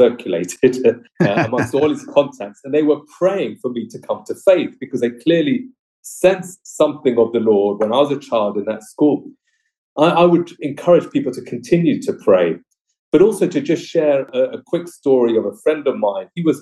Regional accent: Watford, East of England, United Kingdom; how I grew up in Watford, my experiences of growing up in a Hindu home

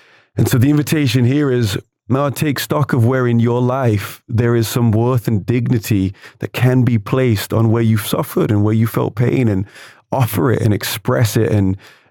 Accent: England, United Kingdom; I would say, as an Englishman, you know, we don't necessarily have the most integrated culture when it comes to our lament and our grief.

